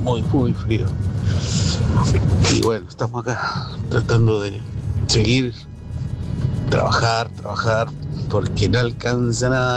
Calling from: José C. Paz, Buenos Aires Province, Argentina; Soy de José Cepaz, estoy yendo para laburar.

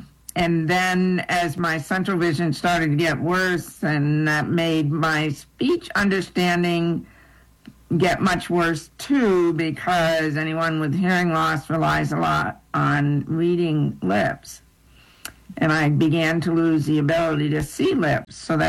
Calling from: Vermont, United States; A place called the Northeast Kingdom, about 20 miles south of the Canadian border.

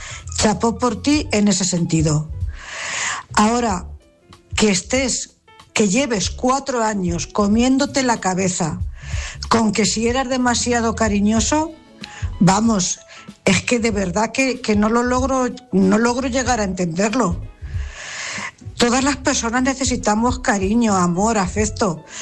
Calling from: Cuenca, Castilla-La Mancha, Spain; corresponsal de Cuenca.

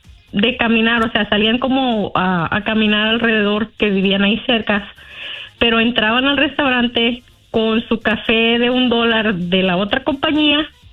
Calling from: Manteca, California, United States; De aquí, de la ciudad de Manteca, California.

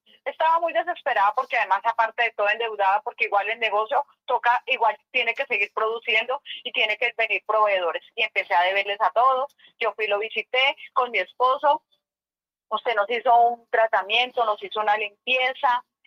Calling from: Bogotá, Colombia; Aquí, donde la gente goza, en Bosa Recreo

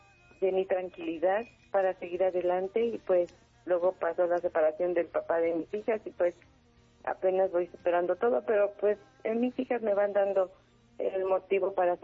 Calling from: Tenango de las Flores, Puebla, Mexico; yo soy un poquito más de por allá, de como de Tenango de las Flores, Huachinango, Puebla, que es muy conocido.

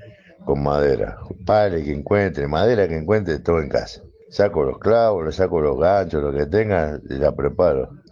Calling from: Banfield, Buenos Aires Province, Argentina; de Banfield.

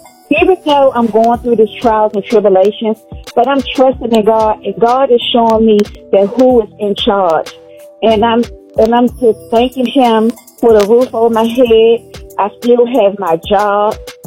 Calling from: Bethesda, Maryland, United States; I'm calling from Bethesda, Maryland. I'm at work.

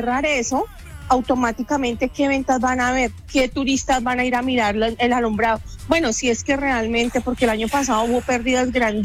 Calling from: Colombia; Yo vivo en La Esperanza

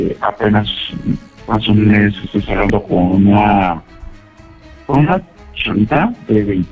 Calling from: Coahuila, Mexico; tengo lo que son 30 años y soy de aquí de Coahuila.

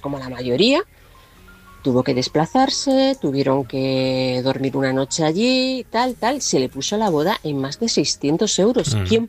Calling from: Toledo, Castilla-La Mancha, Spain

